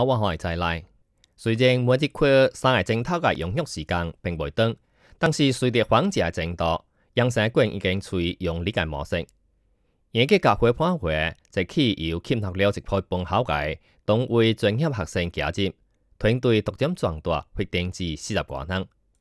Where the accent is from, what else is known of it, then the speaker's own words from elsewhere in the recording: Taiwan; 毕竟我来自台湾，动手实践能力相对有兴趣